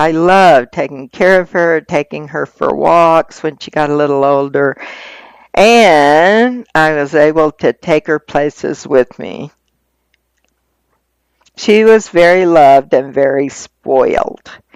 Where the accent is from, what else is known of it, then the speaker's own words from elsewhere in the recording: Sheboygan, Wisconsin, United States; I grew up in Sheboygan, Wisconsin. Lots of memories. We walked or rode our bikes everywhere with friends.